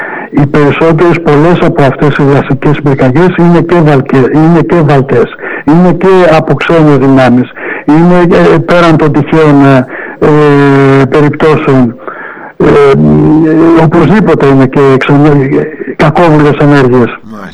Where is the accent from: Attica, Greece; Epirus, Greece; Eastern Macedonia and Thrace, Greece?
Attica, Greece; Kallithea; also born or lived in Tripoli; εγώ γεννήθηκα στην Καλυθέα Αθηνών. Ναι. Μεγάλωσα στην Καλυθέα, το δημοτικό σχολείο ήμουν στο έβγαλα στην Τρίπολη Αρκαδίας